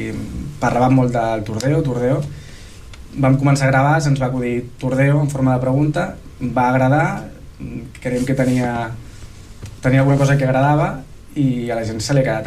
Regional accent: Tordera, Catalonia, Spain; som del veïnat de Sant Daniel, no a Tordera Poble, i això a vegades és un hàndicap.

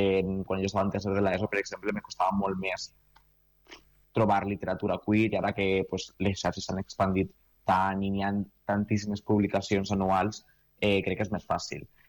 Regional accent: Vila-real, Valencian Community, Spain; jo soc del País Valencià, soc de Vila-real

